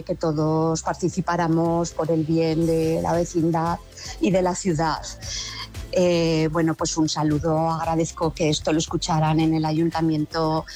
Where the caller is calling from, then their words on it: Zaragoza, Aragon, Spain; soy una de tantos vecinos de Valdespartera